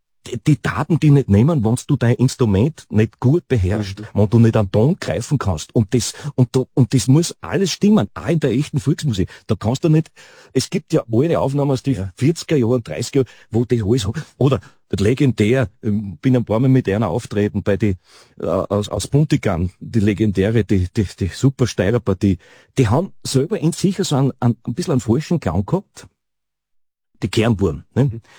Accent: Eisenerz, Styria, Austria; ich bin in Eisenerz aufgewachsen

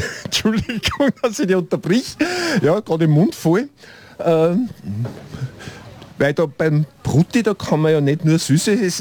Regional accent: Upper Austria, Austria; Ja, ich komme ja aus Oberösterreich

